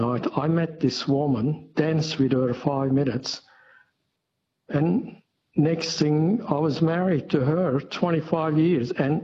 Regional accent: Turkey; moved away as an adult; I came here 1971 from Turkey, 21 years old, 56 years ago

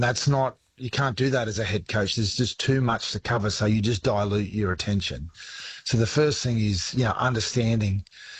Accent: Queensland, Australia; I'm a Queenslander.

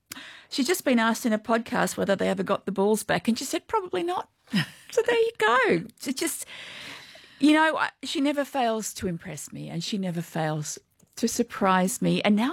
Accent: New South Wales, Australia; I grew up in the Central West, and there was a house a couple of doors up the hill

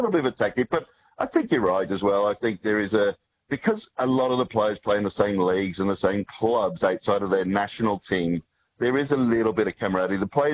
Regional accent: Wales, United Kingdom; Well, I mean, I'm from Wales, so we didn't qualify, so the World Cup meant nothing to me at all, Todd.

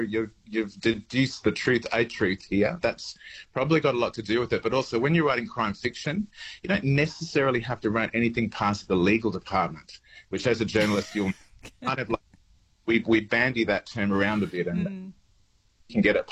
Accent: Inverell, New South Wales, Australia; my hometown? I was born at Inverell and I grew up there.

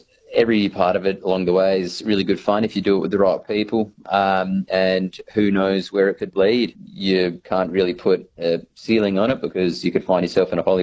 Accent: Geraldton, Western Australia, Australia; what we know is growing up in Geraldton and doing our sort of doing our lives as we do it.

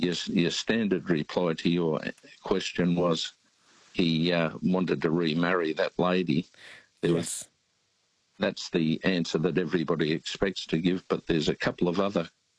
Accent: Napier, Hawke's Bay, New Zealand; But we grew up in Napier.

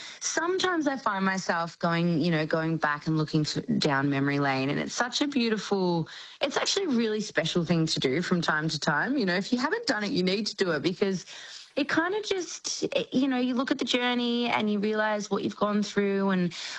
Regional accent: Melbourne, Victoria, Australia; I was a country girl. I grew up in the Yarra Valley in Melbourne, and that was just such a big thing for me.

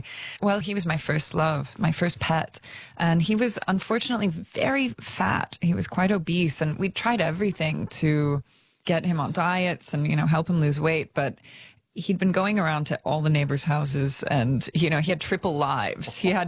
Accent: Australia; accent: American

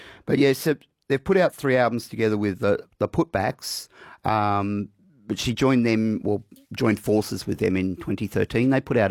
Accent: Sydney, New South Wales, Australia; Like, you know, I grew up in Sydney

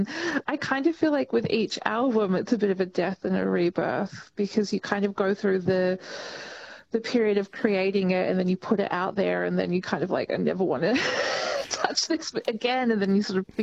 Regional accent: Melbourne, Victoria, Australia; I grew up in St Kilda

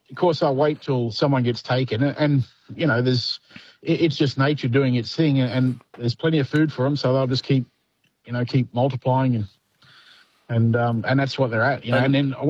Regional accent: Bright, Victoria, Australia; No. I come from Bright in northeast Victoria.

